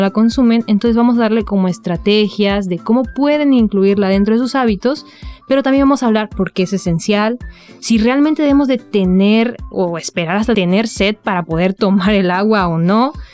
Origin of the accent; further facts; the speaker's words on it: Mexico; soy licenciada en nutrición, vengo desde México